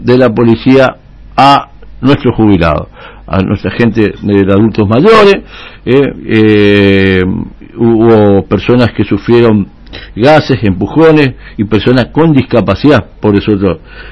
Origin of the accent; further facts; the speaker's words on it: Argentina; ese es el gobierno que elegimos los argentinos de acá